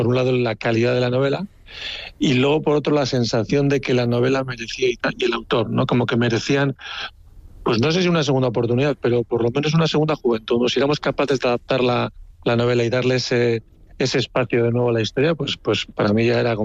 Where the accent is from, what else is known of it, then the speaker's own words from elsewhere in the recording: Leioa, Basque Country, Spain; y siendo yo como soy de Leioa